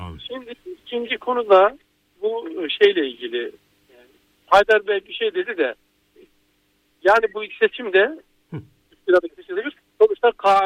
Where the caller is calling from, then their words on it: Istanbul, Turkey; ben İstanbul'dan arıyorum.